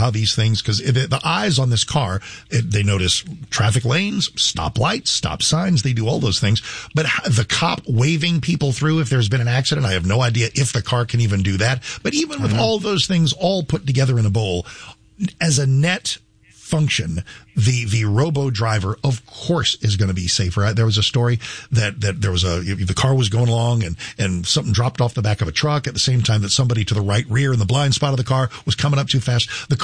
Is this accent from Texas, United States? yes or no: yes; Texas, United States; I said, please, I'm from Texas. I'm a man.